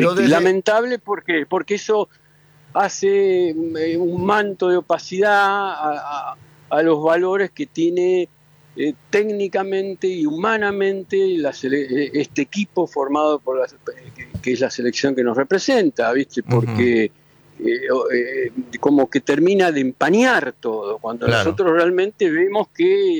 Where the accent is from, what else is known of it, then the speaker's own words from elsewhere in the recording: Argentina; en mi caso y en cualquier argentino, pesa el hecho de la nacionalidad.